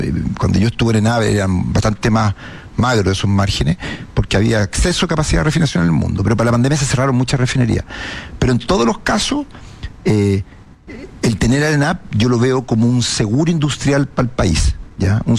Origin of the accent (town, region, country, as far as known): Chile